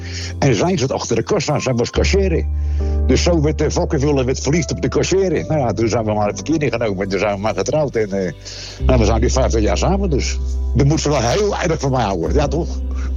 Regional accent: Rotterdam, South Holland, Netherlands; born there; Geboren in Rotterdam.

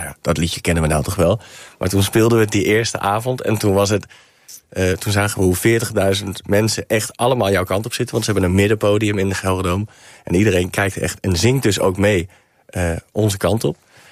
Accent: Deventer, Overijssel, Netherlands; Ik kom uit Deventer.

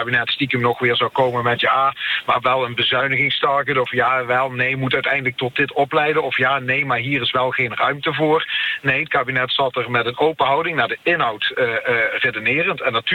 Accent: Limburg, Netherlands; ik ben Limburger

